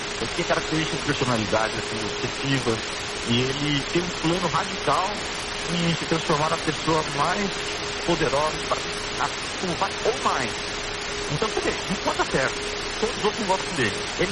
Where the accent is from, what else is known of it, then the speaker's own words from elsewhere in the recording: Lorena, São Paulo, Brazil; eu sou de Lorena, na perto de Paraty, em São Paulo mesmo, né? Pertinho de Paraty, uma hora e meia de Paraty.